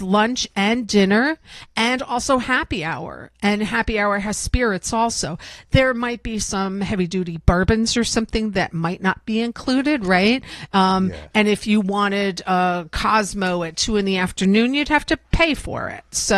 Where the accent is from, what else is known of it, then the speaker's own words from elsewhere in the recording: Germany; moved away; I grew up in Germany.